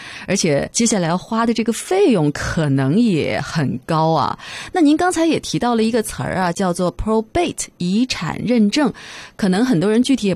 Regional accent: China; now in Canada

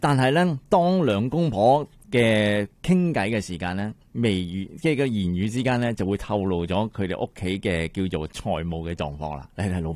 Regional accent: Canada; 而家形成咗我哋加拿大人嘅一个好普遍嘅一个生活嘅现象

